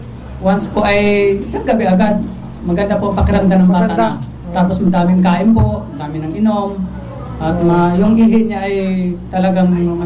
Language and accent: Tagalog; Mansalay, Mimaropa, Philippines; Ako po ay nakauwi sa Balugo, Mansalay, Oriental Mindoro po.